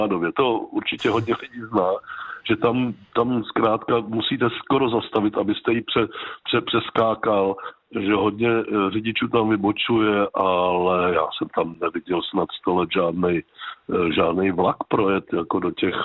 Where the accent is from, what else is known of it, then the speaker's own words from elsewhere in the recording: Ústí nad Labem, Ústí nad Labem Region, Czechia; jsem Ústečák, narodil jsem se tady a bydlím tady celý život